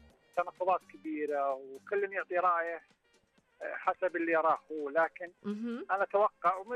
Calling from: Riyadh, Riyadh Province, Saudi Arabia; انا والله من الرياض.

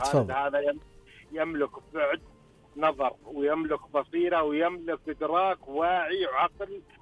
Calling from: Taif, Makkah Province, Saudi Arabia; انا اكلمك من الطايف

